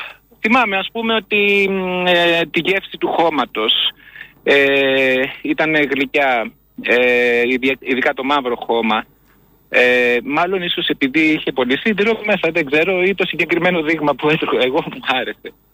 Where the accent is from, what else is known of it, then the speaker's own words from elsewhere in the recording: Athens, Attica, Greece; also born or lived in Tripoli; Ήμασταν τότε στην Τρίπολη που είχα γεννηθεί εγώ. Ναι. Βέβαια μεγάλωσα στην Αθήνα